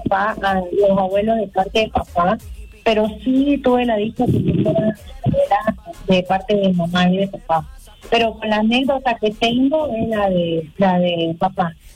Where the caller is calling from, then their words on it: Santa Cruz de la Sierra, Santa Cruz, Bolivia; Sí, soy de Santa Cruz.